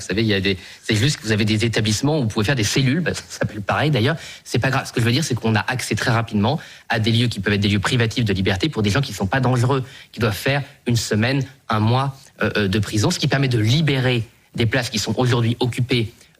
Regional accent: Boulogne-sur-Mer, Hauts-de-France, France; born there; Moi, je suis né à Boulogne-sur-Mer, bon, c'est les voisins, les Pays-Bas, on a nos amis belges entre les deux

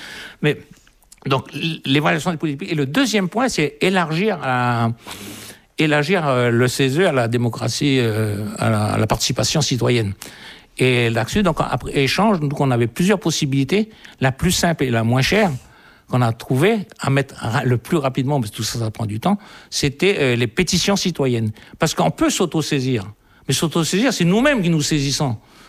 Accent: Mont-Dore, South Province, New Caledonia; born there; Enfin, moi, je suis né au Mont d'Or, donc je connais le Mont d'Or un peu.

